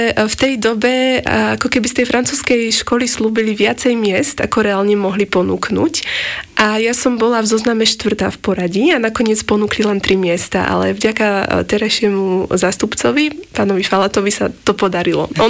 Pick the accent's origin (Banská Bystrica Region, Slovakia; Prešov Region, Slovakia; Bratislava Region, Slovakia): Bratislava Region, Slovakia; Bratislava; Vyrastala som v širšom centre mesta.